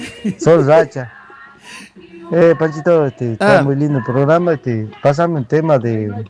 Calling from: Lules, Tucumán, Argentina; Todos mis amigos de acá de Lule.

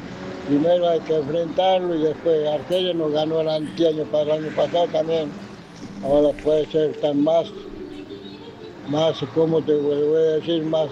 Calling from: Argentina; de acá de Manchal.

